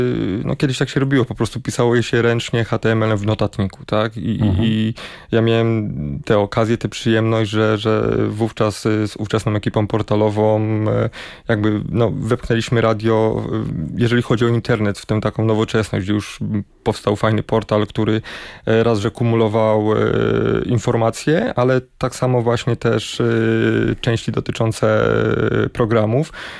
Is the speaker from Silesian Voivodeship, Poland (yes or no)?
no; Piotrków Trybunalski, Łódź Voivodeship, Poland; w Piotrkowie Trybunalskim, z którego pochodzę